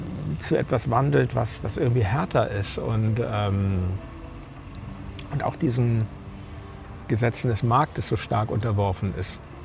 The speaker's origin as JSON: {"language": "German", "region": "Berlin", "country": "Germany", "tie": "born there", "said": "Und außerdem bin ich in der Stadt geboren und ich lebe auch gerne in der Stadt"}